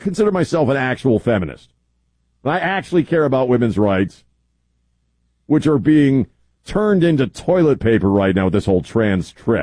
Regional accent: Baltimore, Maryland, United States; I like watching baseball, you know, but that's mostly because I grew up around the Baltimore Orioles and my family was all into baseball.

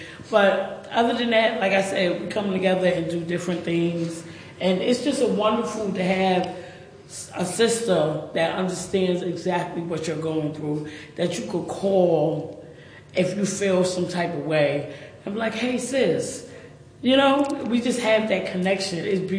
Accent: New Jersey, United States; Well, I'm one of six. My mother had six kids. Growing up in Jersey, we were real family oriented.

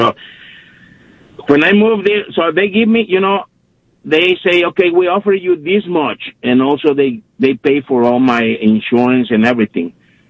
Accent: Monterrey, Nuevo León, Mexico; born there; English is a second language; I was born in Monterrey, Nuevo León, Mexico. And even I thought I was born in a specific place.

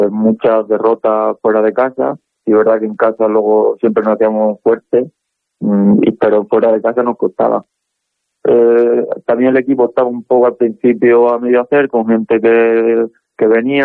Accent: Talayuela, Extremadura, Spain; soy de Talayuela, de siempre, es mi pueblo.

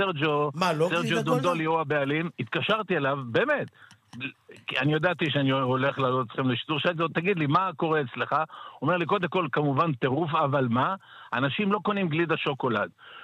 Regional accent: Sderot, Southern District, Israel; moved away; אני נולדתי בסדרות. אני עד שנת 2010 שברתי לזיקים כל החיים בסדרות.

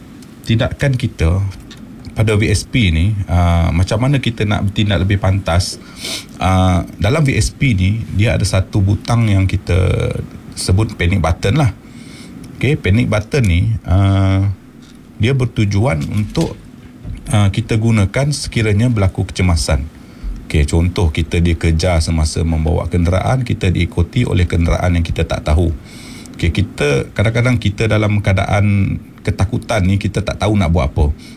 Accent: Betong, Sarawak, Malaysia; Kami berasal daripada Betong Sarawak lah.

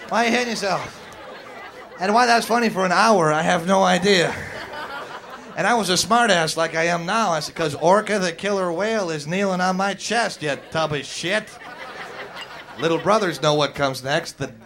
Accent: Wisconsin, United States; where I grew up in Wisconsin, we had the worst school lunches in America. Out of all 50 states, we were number 50.

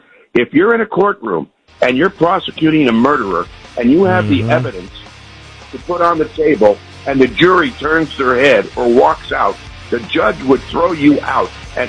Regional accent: Henderson, United States; I'm actually from Henderson, your hometown too.

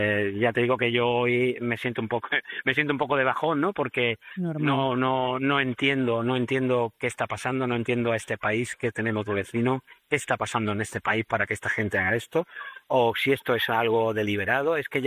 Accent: Ceuta, Spain; una ciudad como Ceuta, que es una ciudad donde nos hemos criado los que somos ceutíes

